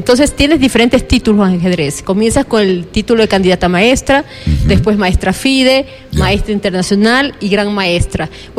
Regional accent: Ecuador; soy la única ecuatoriana

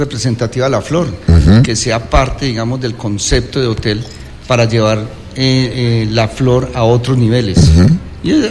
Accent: Colombia; now in Quito, Ecuador; lo digo con orgullo como colombiano

